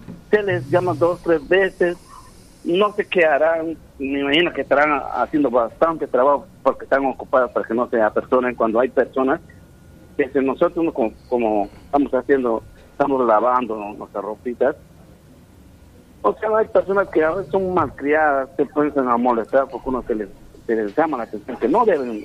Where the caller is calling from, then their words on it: Morales, San Martín, Peru; como yo, por ejemplo, como morador de Morales, pago